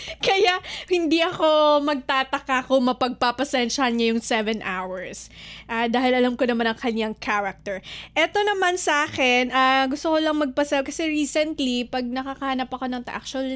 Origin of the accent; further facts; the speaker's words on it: Cagayan Valley, Philippines; super relate as a probinsyana like me from Batanes.